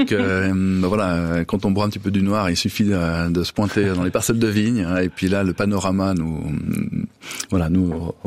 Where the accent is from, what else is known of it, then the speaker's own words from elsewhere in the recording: Denain, Hauts-de-France, France; Moi, je suis né à Denain. C'est là que j'ai fait ma vie.